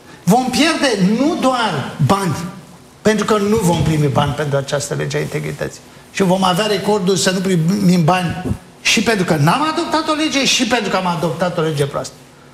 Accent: Romania; Cum ne-am simțit noi ca români?

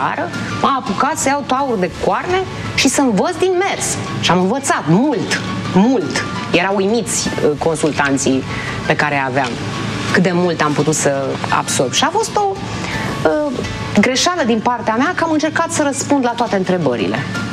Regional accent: Romania

